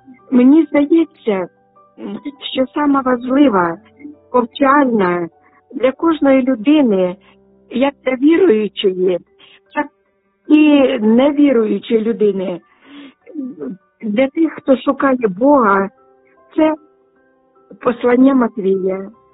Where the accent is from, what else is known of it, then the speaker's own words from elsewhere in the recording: Sumy, Sumy Oblast, Ukraine; на моє рідне місто Суми